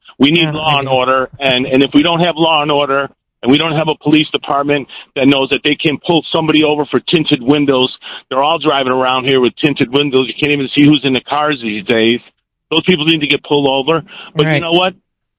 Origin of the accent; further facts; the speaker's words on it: Calumet Park, Illinois, United States; I grew up in Calumet Park, and I saw that burn down. And my family was Democrat, and we were raised and born Democrats our whole life.